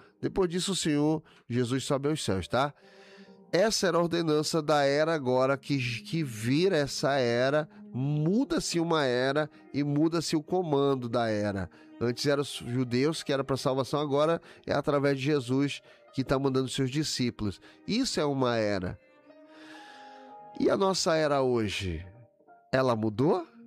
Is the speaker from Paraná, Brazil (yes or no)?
no; Dom Pedro, Amazonas, Brazil; Eu fui criado aí no Dom Pedro, meus irmãos. Morei um certo tempo aí.